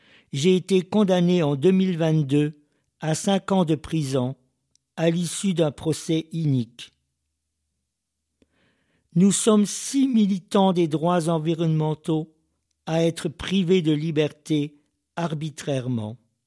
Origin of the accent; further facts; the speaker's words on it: Vietnam; Je suis vietnamien, avocat spécialisé dans la défense de l'environnement.